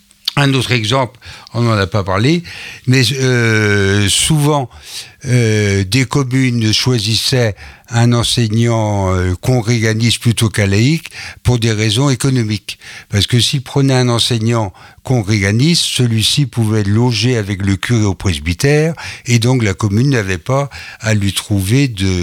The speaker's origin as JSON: {"language": "French", "area": "Inzinzac-Lochrist", "region": "Brittany", "country": "France", "said": "je suis originaire de Le Christ Azazac moi-même."}